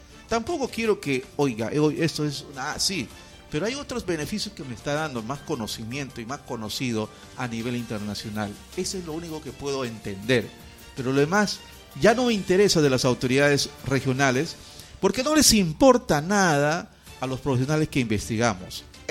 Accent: Rioja, San Martín, Peru; born there; Sin embargo, tengo una partida de nacimiento en la ciudad de Rioja, pero nunca ni conozco gente en Rioja, eso es lo más, ¿no?

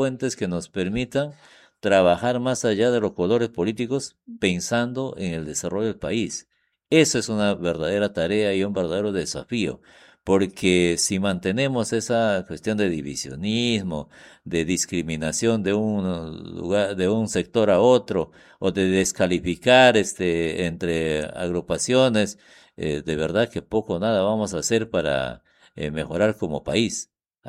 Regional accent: Peru; pensar como Perú, como peruanos

